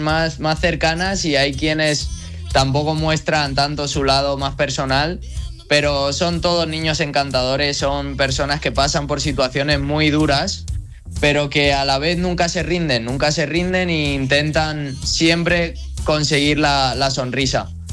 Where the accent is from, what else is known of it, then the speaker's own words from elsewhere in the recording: Valencia, Valencian Community, Spain; en el Rocha Arena en Valencia, de donde yo soy originario